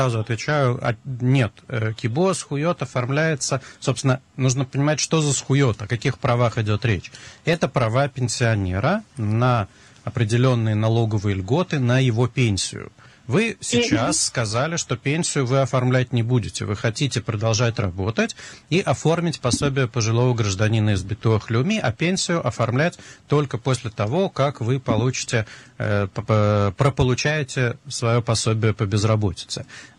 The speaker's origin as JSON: {"language": "Russian", "region": "Moscow", "country": "Russia", "said": "Я из Москвы"}